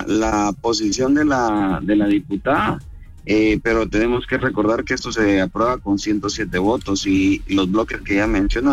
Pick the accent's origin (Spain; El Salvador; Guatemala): Guatemala; nosotros como guatemaltecos